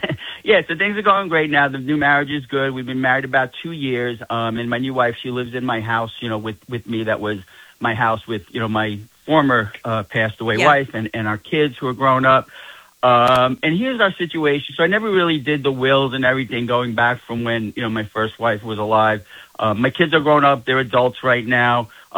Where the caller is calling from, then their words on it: Queens, New York, United States; I'm calling from Queens, Corona, Queens.